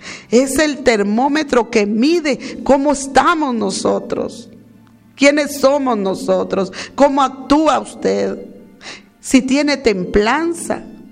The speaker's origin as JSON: {"language": "Spanish", "country": "Guatemala"}